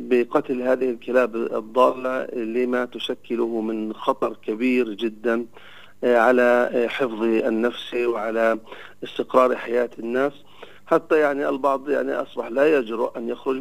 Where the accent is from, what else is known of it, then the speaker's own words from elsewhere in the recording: Nablus, West Bank, Palestine; حصل عندنا في نابلس